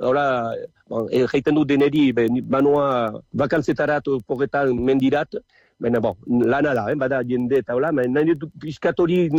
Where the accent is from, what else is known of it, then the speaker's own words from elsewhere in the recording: Hasparren, Nouvelle-Aquitaine, France; Azparnetik heldu naiz